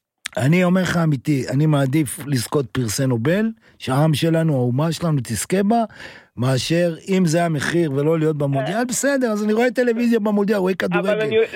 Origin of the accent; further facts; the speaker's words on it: Jerusalem, Jerusalem District, Israel; כי אני גדלתי, אני ירושלים מעיר סובלנית